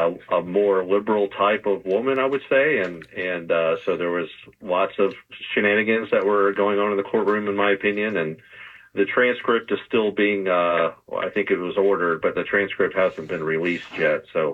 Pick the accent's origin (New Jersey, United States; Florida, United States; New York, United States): Florida, United States; No. I'm from Florida.